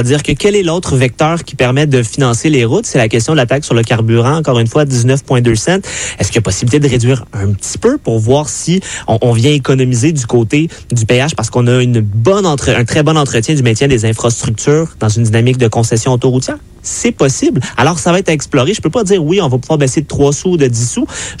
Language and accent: French; Quebec, Canada; on a une réflexion parfois en tant que Québécois où on se dit, mon Dieu, faut pas que ce soit le profit.